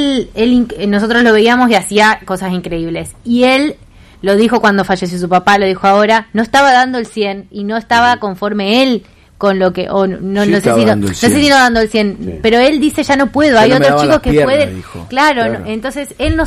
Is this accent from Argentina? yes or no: yes; Argentina